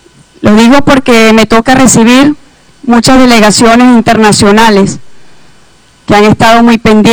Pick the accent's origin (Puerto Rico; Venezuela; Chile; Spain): Venezuela; Y hay algo que me dicen que a mí me llena mucho de orgullo como venezolana.